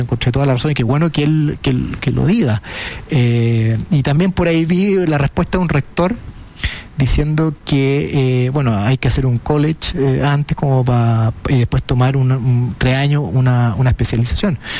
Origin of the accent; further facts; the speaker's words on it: Viña del Mar, Valparaíso, Chile; trato de contratar, sí, siempre gente de Viña del Mar, porque tengo un cariño con mi ciudad natal